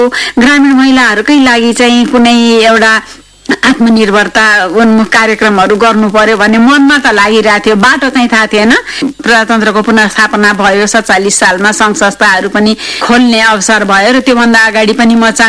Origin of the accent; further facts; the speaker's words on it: Kathmandu, Bagmati, Nepal; born there; मेरो जन्म काठमाडौँमा भएको हो